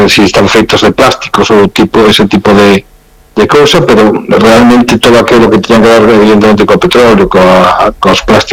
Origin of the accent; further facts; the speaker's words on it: Lugo, Galicia, Spain; como no caso meu, que son de Lugo, aquí temos o San Froilán